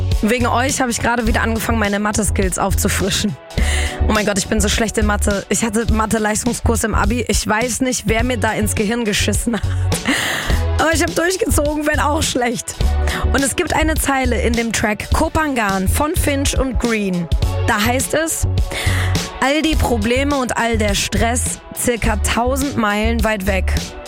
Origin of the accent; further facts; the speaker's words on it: Portugal; 1600 Kilometer von Köln aus bist du da noch nicht mal in Portugal, in meiner Heimat.